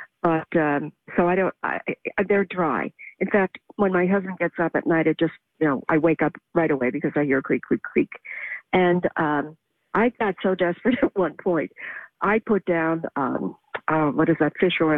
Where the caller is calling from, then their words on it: Glen Spey, New York, United States; I'm actually calling from Glen Spey, New York, a little hamlet in Sullivan County.